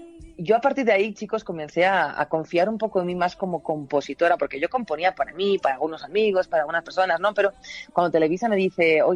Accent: Spain; yo soy la güerita española, pero sin embargo, aunque tenga mis palabritas de acá

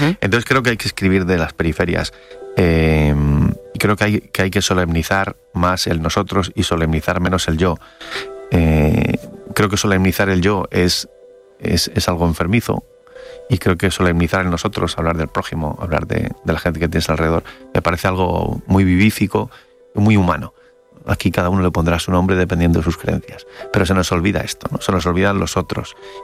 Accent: Madrid, Community of Madrid, Spain; Sí, el barrio. Yo soy de barrio. Yo soy de Carabanchel

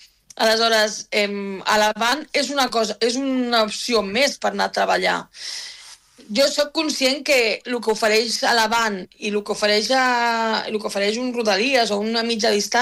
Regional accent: Tarragona, Catalonia, Spain; d'on sóc jo, que sóc de Tarragona

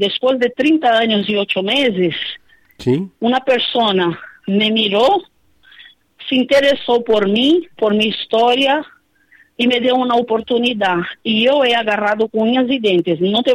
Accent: Brazil; É como eu tenho dito, eu vim de Brasil, de Zique Brasil

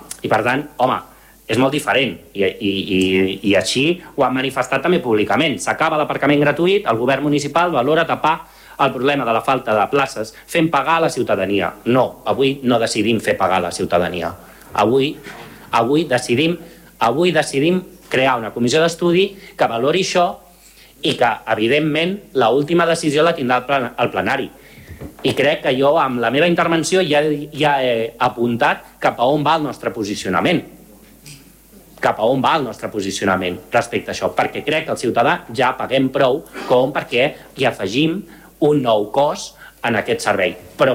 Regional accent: Malgrat de Mar, Catalonia, Spain; els que som de Malgrat i tenim cotxe a Malgrat

